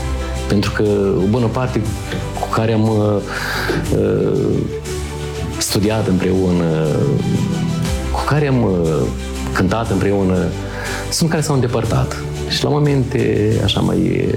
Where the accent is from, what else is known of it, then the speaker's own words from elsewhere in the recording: Telenești, Telenești District, Moldova; Eu sunt, am zis că sunt de la Telenești.